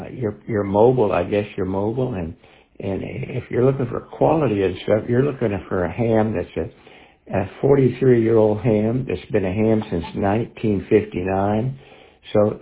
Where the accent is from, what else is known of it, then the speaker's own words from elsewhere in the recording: Texas, United States; being a Texan, I've been to San Antonio